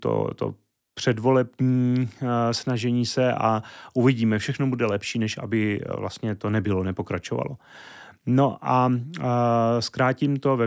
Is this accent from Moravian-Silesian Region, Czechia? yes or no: no; Šumperk, Olomouc Region, Czechia; dojížděl jsem vždycky z Šumperka a je to proto, protože já si myslím, že za prvé svým založením jsem takový, řekl bych, trochu klidnější člověk, možná jako opravdu z malého města